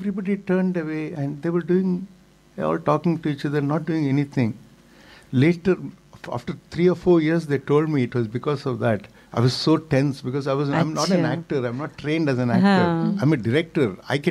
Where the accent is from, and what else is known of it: South India, India